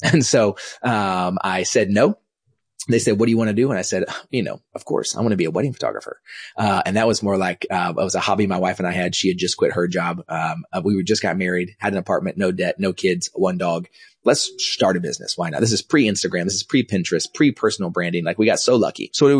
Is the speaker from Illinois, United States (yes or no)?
no; Dallas, Texas, United States; born or raised there; also born or lived in Kansas